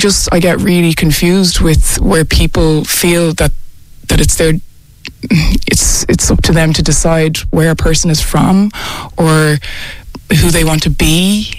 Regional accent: Bray, Leinster, Ireland; accent: Irish; I sound Irish. I believe behave like an Irish person. I'm born and raised here in the 80s myself by an Irish mom. I grew up here, was educated here, played for my country across the world

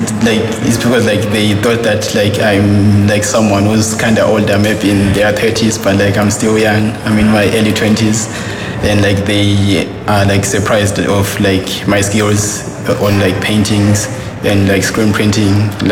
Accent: Zimbabwe; now in Ireland; I'm from Zimbabwe, but now I'm living in Mill Street, Quantico.

